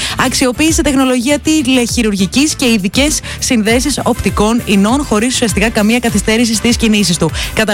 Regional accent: Greece; στη χώρα μας, στην Ελλάδα

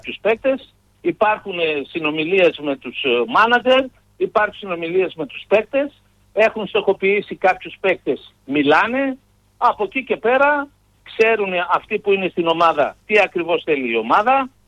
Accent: Greece; Σαν Έλληνας που είμαι.

